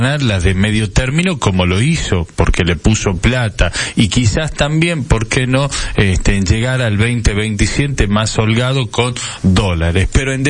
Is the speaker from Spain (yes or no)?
no; Argentina